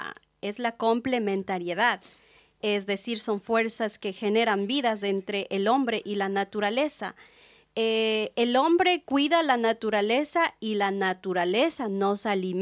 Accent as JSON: {"language": "Spanish", "region": "Chimborazo", "country": "Ecuador", "said": "soy de Ecuador, de Pueblo Puruá, de la provincia de Chimborazo."}